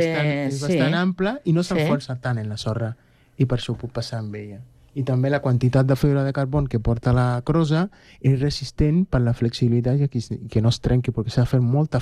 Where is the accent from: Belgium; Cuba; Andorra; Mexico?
Cuba; venim de Cuba. A Cuba hem viscut moltes coses